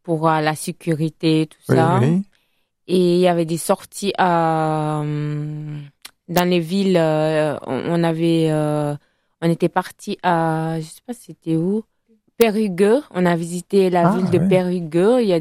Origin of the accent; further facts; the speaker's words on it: Italy; French is a second language; moved away as an adult; now in Bordeaux, France; Moi, ça fait depuis 2017 sur Bordeaux. De base, je viens d'Italie.